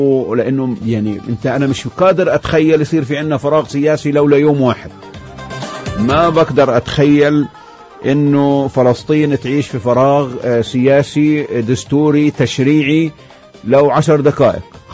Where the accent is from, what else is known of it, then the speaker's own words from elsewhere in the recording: Palestine; كفلسطينيين عايشين على الديمقراطية